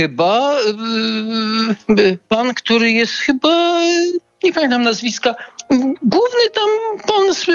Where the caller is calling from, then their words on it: Lesser Poland, Poland; dzwonię z Małopolski